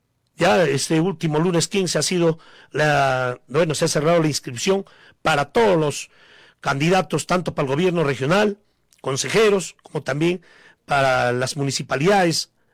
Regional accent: Coracora, Ayacucho, Peru; mi pueblo de Coracora, Parinacochas, porque como coracoreño, como yanahuico

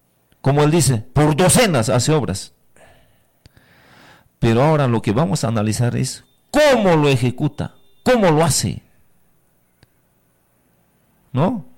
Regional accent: Peru; Vengo de Huamampam, profesora, ¿de dónde voy a venir?

